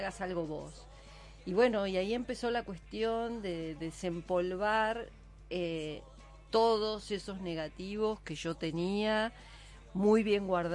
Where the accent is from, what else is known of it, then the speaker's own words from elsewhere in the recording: La Plata, Buenos Aires Province, Argentina; Yo en realidad soy platense.